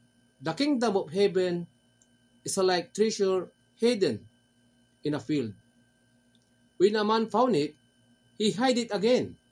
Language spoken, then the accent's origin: Tagalog; Dagupan, Ilocos Region, Philippines; Ako po ay taga Dagupan City, Pangasinan.